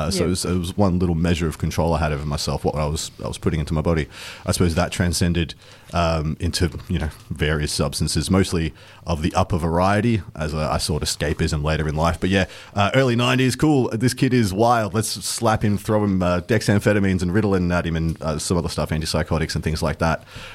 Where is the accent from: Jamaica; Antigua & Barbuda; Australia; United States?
Australia; Werribee, Victoria; born or raised there